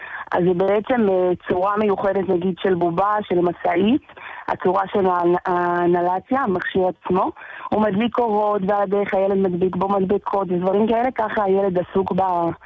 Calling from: Jerusalem, Jerusalem District, Israel; כן, שבוע טוב, אני מירושלים, ואנחנו ממש, יש לנו כמה גמחים

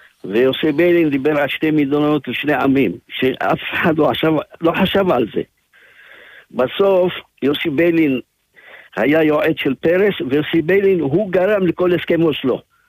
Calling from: Ofakim, Southern District, Israel; אני אגיד באופקים

